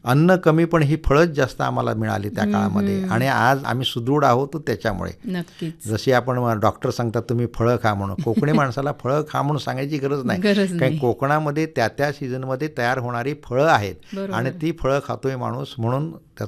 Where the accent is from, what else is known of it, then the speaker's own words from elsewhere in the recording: Konkan, India; आमचा कोकण हा झाडा झुडपाने असा बहरलेला, नेहमीच बहरलेला, म्हणजे अगदी पानझडी एकीकडे असेल तर दुसरीकडे सदाहरित झाडांचीही काही कमी नाही अशा प्रकारचा आमचा निसर्ग.